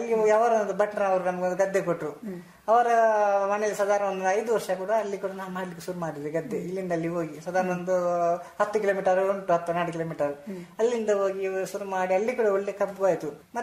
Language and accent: Kannada; Karnataka, India; born there; ನಾವೊಂದು ತುಳುನಾಡ ಮಣ್ಣಲ್ಲಿ ಹುಟ್ಟಿದವ ನಾವು